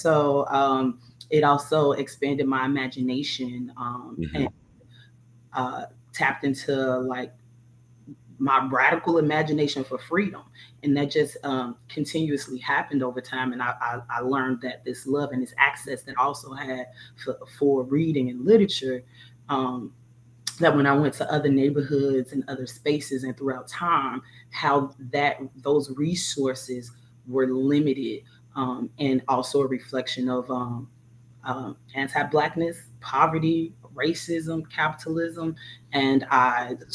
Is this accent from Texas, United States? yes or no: no; Chicago, Illinois, United States; So I grew up in near North and the low end, which we call Bronzeville, back and forth.